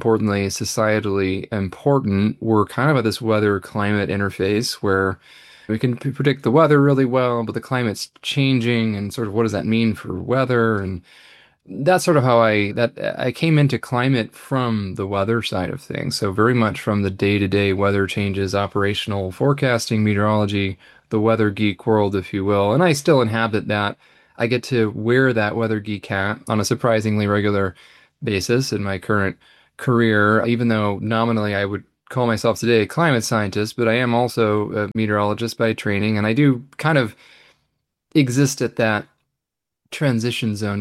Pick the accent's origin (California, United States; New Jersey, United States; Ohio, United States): California, United States; San Francisco; I grew up in Northern California, first in San Francisco, and then up a little bit north on the other side of the Golden Gate Bridge. I grew up in and around the ocean and ocean-connected bodies of water sailing on San Francisco Bay